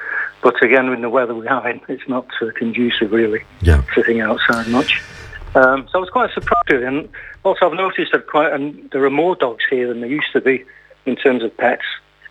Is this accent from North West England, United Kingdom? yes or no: yes; Stockport, North West England, United Kingdom; From Stockport near Manchester.